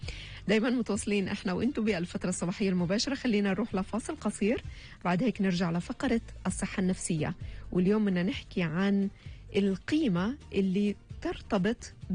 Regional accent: Palestine; علينا جميعا كفلسطينيين

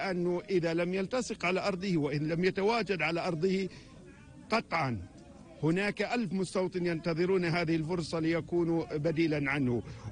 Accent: Palestine; دورنا كفلسطينيين

